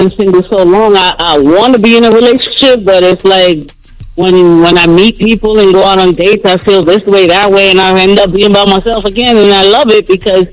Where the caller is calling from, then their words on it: Newburgh, New York, United States; I'm calling from Newburgh, New York.